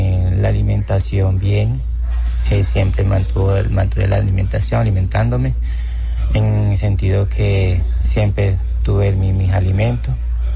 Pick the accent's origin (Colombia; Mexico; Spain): Colombia; Uribia, La Guajira